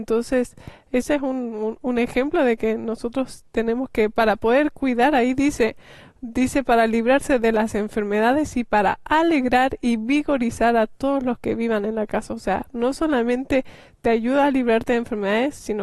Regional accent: La Paz, Bolivia; yo nací en La Paz, Bolivia, y ahí hace mucho frío

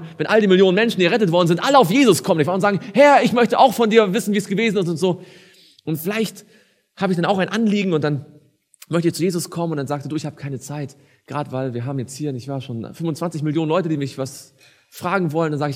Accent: Stuttgart, Baden-Württemberg, Germany

